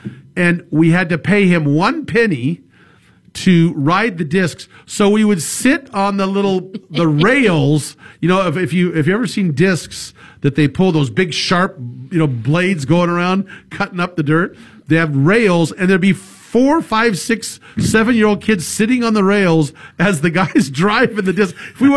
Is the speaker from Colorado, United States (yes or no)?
no; Sacramento, California, United States; I will never forget when I grew up in Sacramento back when it was, you know, there was newer houses in the early 60s.